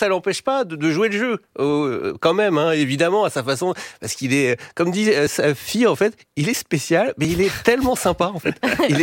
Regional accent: France; Et moi, en tant que Français, c'est vrai que je ne savais pas.

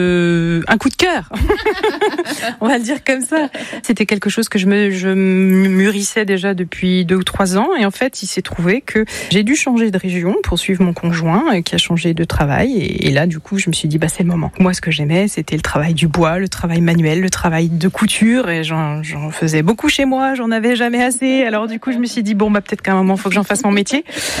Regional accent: Cholet, Pays de la Loire, France; Alors moi je venais de la région de Cholet, dans le Maine-et-Loire.

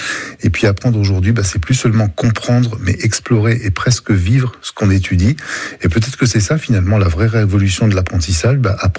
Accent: Bourgogne-Franche-Comté, France; Vous avez dit bourguignonne, moi je dis nivernaise, je suis originaire de la Nièvre.

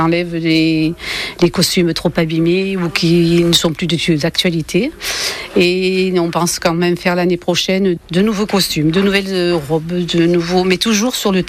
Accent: Piolenc, Provence-Alpes-Côte d'Azur, France; je suis de Piolenc

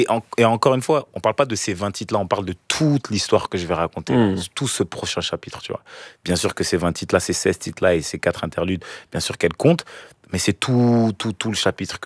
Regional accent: Cameroon

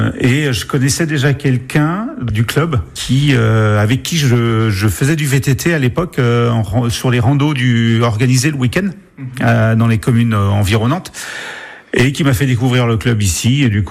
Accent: Brittany, France; also born or lived in south of Ille-et-Vilaine / Côtes-d'Armor near Dinan; now in Pont-Péan, France; Je suis originaire de la région rennaise, on va dire.

